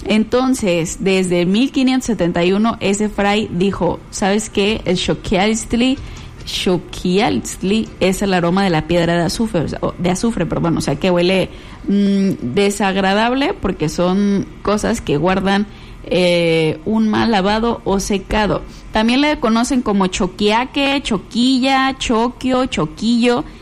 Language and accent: Spanish; Mexico; Acá nosotros somos mexicanos.